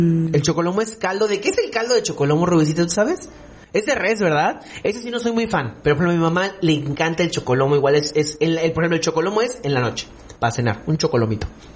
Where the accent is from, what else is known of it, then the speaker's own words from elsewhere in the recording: Campeche, Mexico; Hablamos muy así. En Campeche no tanto como en Mérida. Nosotros como que preguntamos, los campechanos, no sé qué, así hablamos nosotros.